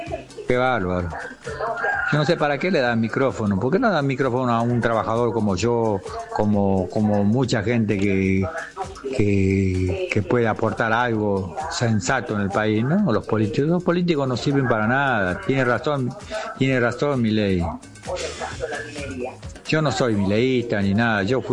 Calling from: Tigre, Buenos Aires Province, Argentina; de Tigre.

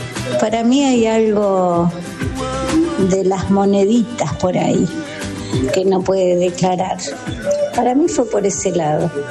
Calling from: Lavallol, Buenos Aires Province, Argentina; de Lavallol

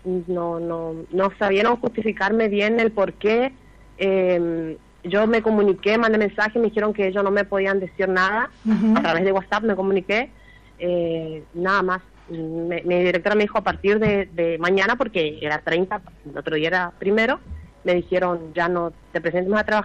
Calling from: Chaco, Argentina; Yo soy de Sespeña, Chaco.

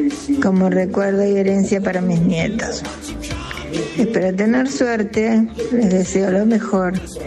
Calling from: Boulogne, Buenos Aires Province, Argentina; de Boulogne.

